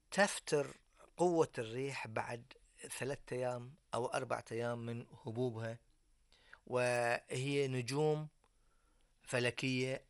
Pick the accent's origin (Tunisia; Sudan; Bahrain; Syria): Bahrain; احنا نسميها معروفة عندنا في البحرين.